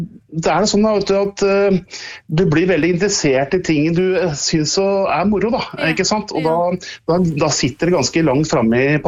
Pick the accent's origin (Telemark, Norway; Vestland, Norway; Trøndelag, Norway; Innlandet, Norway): Innlandet, Norway; Brøttum; det begynte jo gjerne med noen små skirenn på det nysløperenn hjemme på Brøttum da.